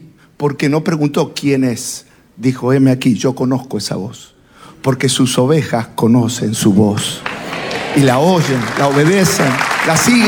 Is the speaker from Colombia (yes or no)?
no; Argentina; Yo me crié en un país religioso como Argentina